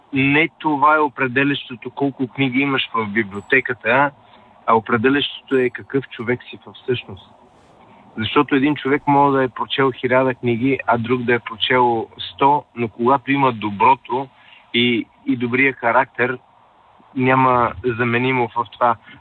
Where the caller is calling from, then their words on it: London, United Kingdom; от Лондон.